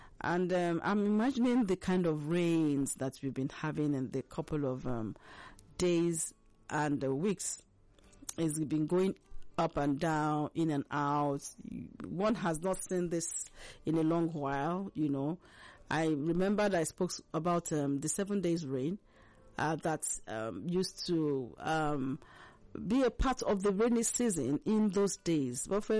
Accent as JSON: {"language": "English", "region": "Akwa Ibom", "country": "Nigeria", "said": "I am a Nigerian. Forget the fact that I hail from Akwa Ibom, I got married somebody from Abia."}